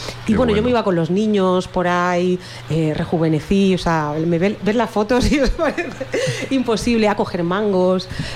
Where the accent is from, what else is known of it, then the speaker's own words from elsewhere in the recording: Valencia, Valencian Community, Spain; Yo soy de Benimaclet. Bueno, nací ahí y me tuve que ir. Sí, me tuve que ir a un barrio cercano por lo mismo.